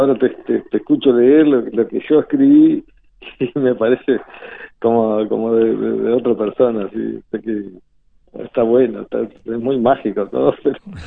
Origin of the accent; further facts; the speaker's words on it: Calpica, Artigas, Uruguay; born there; esta historia de mi pueblo, orilla del río